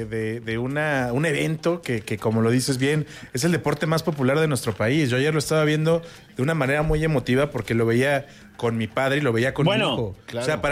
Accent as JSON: {"language": "Spanish", "country": "Mexico"}